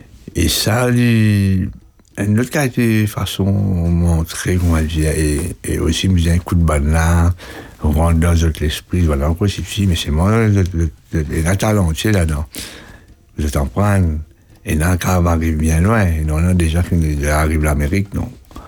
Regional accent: Mauritius; moi, je viens de Mauricien

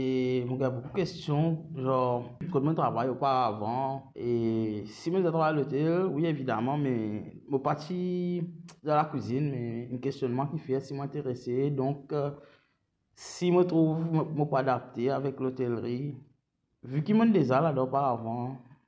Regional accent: Rodrigues, Mauritius; born there; moved away; also born or lived in Mauritius (island); Après, je suis retourné à Rodrigue. Je suis né ici, mais mon étude soit là, je suis à Maurice.

